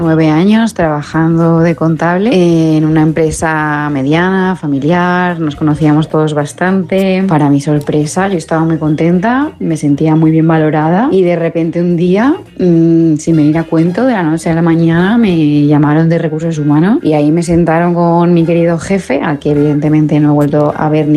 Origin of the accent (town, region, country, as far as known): Madrid, Community of Madrid, Spain